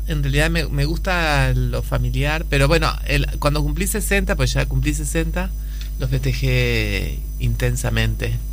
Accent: Montevideo, Uruguay; Bueno, me crié en ese barrio, sí.

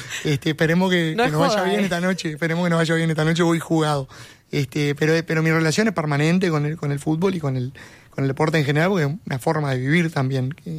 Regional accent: Uruguay; a nosotros como uruguayos

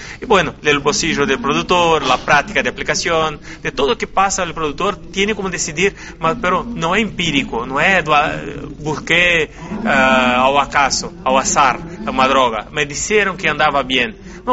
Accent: Uruguaiana, Rio Grande do Sul, Brazil; soy de Uruguayana

